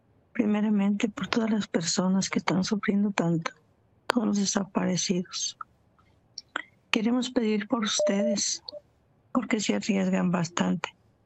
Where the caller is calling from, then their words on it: Michoacán, Mexico; Soy de México, de Michoacán, de acá de Michoacán.